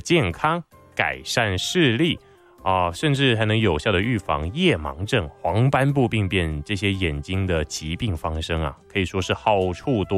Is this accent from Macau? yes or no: no; Taiwan; 让我们台湾人呢可以吃得津津有味